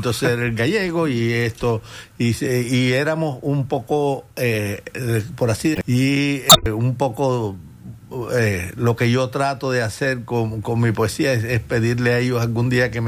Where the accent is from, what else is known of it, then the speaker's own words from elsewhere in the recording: Trinidad, Sancti Spíritus, Cuba; moved away as an adult; also born or lived in Havana, Cuba / Colombia; now in United States; Yo crecí en una ciudad que se llama Trinidad, que es más bonita que La Habana.